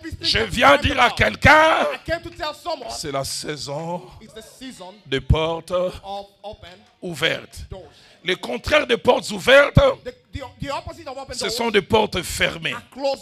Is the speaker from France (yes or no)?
no; Kinshasa, DR Congo; Ah, il n'y a que les Kinois qui pourront comprendre cela. Chez nous, à Kinshasa, on dit ceci.